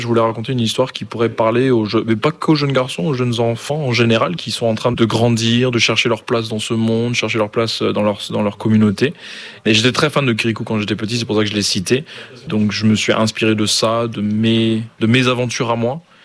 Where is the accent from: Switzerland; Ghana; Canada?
Ghana; moved away as an adult; now in France; J'ai découvert One Piece alors que j'étais encore au Ghana. J'ai grandi en Afrique de l'Ouest